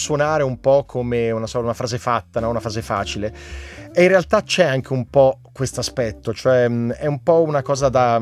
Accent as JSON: {"language": "Italian", "town": "Bergamo", "region": "Lombardy", "country": "Italy", "said": "sono anche bergamasco"}